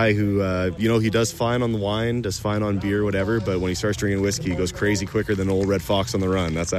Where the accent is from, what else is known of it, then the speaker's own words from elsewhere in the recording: Camrose, Alberta, Canada; I grew up around Camrose, so not too bad of a drive for me to get here.